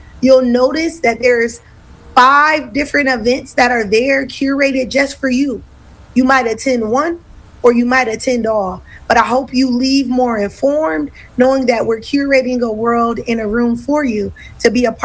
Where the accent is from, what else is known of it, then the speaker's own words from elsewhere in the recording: New York, United States; now in Philadelphia, United States; As a New Yorker now living in Mount Airy, homeowner